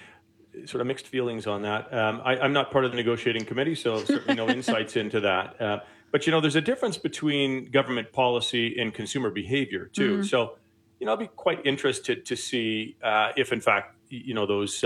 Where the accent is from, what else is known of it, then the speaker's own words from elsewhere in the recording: Alberta, Canada; Those bourbon drinkers certainly look forward to when I come from Alberta, bring them a bottle of bourbon to Ontario.